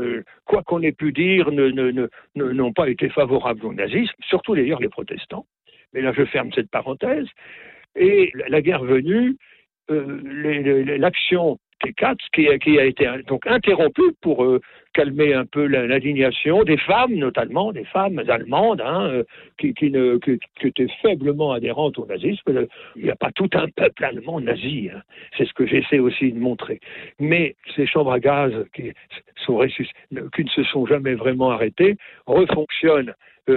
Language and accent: French; Normandy, France